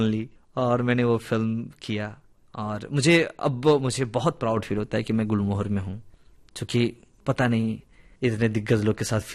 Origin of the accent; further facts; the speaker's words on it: Bihar, India; मैंने कहा सर मैं तो बिहार से हूँ।